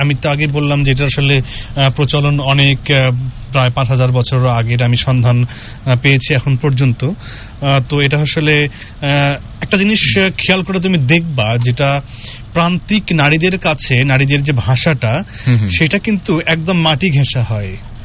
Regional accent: Bogura, Rajshahi Division, Bangladesh; born there; আমার জন্মস্থান বগুড়া

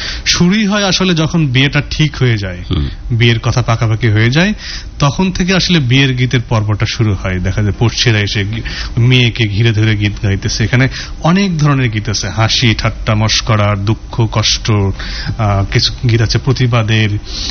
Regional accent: Rajshahi Division, Bangladesh; আমার আসলে শৈশব কৈশোর কেটেছে বগুড়ার একটি গ্রামে। আমার যখন জন্ম এবং শৈশব, সে সময় আমার গ্রামে বিদ্যুৎও ছিল না

